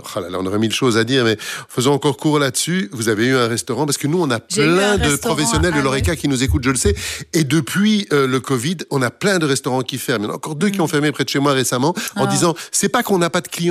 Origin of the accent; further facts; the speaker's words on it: Belgium; chez nous, en Belgique